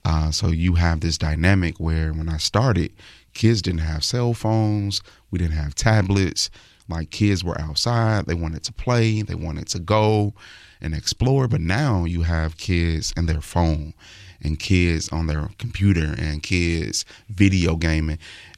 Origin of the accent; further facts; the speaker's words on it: Chicago, Illinois, United States; moved away as an adult; now in Iowa City, United States; I've been here 20 years. I spent 17 years in Chicago. So at this point, I'm Iowa Cityan.